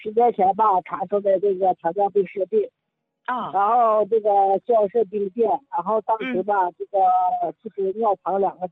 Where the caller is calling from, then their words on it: Shenyang, Liaoning, China; 我家沈阳的。